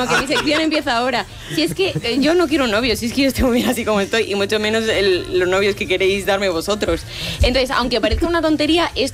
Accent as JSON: {"language": "Spanish", "town": "Salamanca", "region": "Castile and León", "country": "Spain", "said": "soy salmantina"}